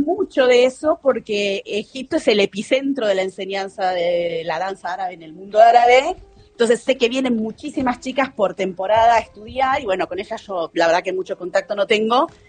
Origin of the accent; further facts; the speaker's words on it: Neuquén, Argentina; moved away as an adult; also born or lived in Buenos Aires / Santa Cruz / Río Negro / Bariloche; now in Egypt; Yo nací en Buenos Aires, me crié en Neuquén, después volví a Buenos Aires a estudiar y de grande estuve trabajando en Santa Cruz, en Río Negro, y bueno, el último lugar donde estuve viviendo antes de mudarnos acá fue en Bariloche.